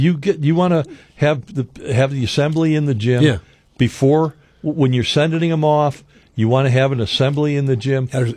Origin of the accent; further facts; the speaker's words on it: Lemont, Illinois, United States; When I was a kid growing up in Lamont